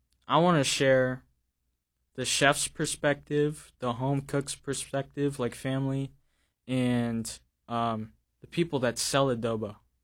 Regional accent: Juneau, Alaska, United States; born and raised in Juneau, you don't know what tourists go through, really.

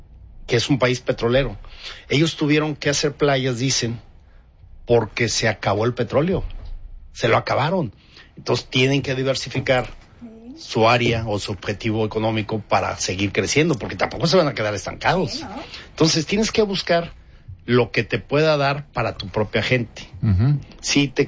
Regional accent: Mexico

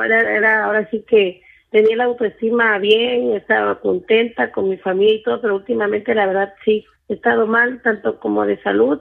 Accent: Veracruz, Mexico; born there; Puerto de Veracruz

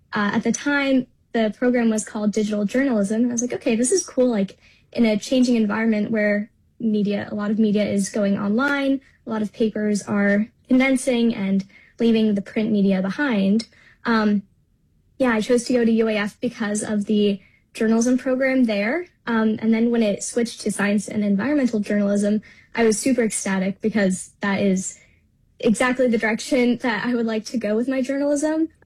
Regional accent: Nome, Alaska, United States; Yeah, I think growing up in Nome, I was just surrounded by various outdoor activities, right?

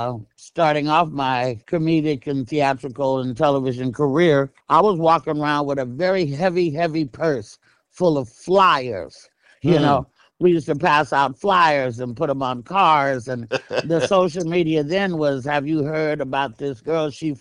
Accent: Oakland, California, United States; moved away; also born or lived in Toledo, Arkansas; I was born in Toledo, Arkansas, but I was raised and reared in Oakland, California.

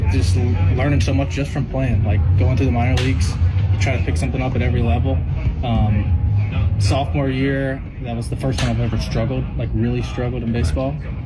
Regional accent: East Coast, United States

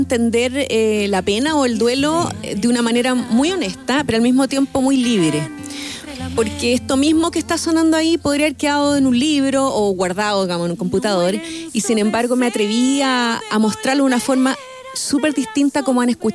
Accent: San Bernardo, Santiago Metropolitan Region, Chile; Para los que venimos de San Bernardo

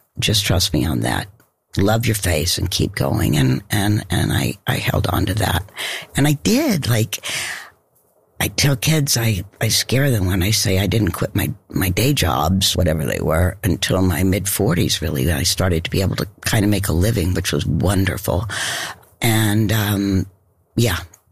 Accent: Knoxville, Tennessee, United States; I grew up doing theater as a kid. The university in my hometown, Knoxville, had a really fabulous theater program.

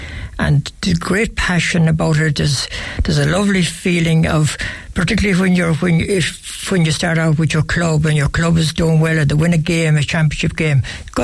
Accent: Ballinasloe, Connacht, Ireland; born there; moved away as an adult; now in County Clare, Ireland; I'm not a Clareman, Alan. I was born in Bannisloe in County Galway.

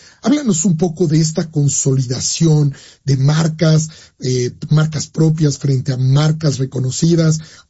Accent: Mexico; pues también como mexicano, un profundo orgullo de ver una empresa mexicana que además ha creado marcas propias

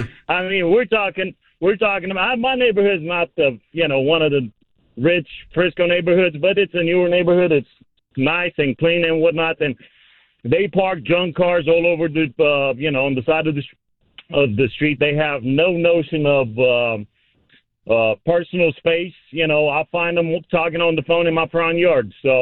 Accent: Romania; born there; English is a second language; I was born in Romania.

